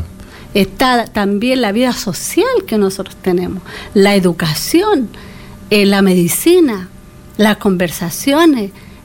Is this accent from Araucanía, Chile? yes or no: yes; Villarrica, Araucanía, Chile; also born or lived in Santiago; now in Valparaíso, Chile; Soy originaria de Camino de Villarrica, donde allá hay 14 comunidades. Allá está mi mamá, allá nací, me crié entre medio de las comunidades, con las costumbres de las comunidades, con machi.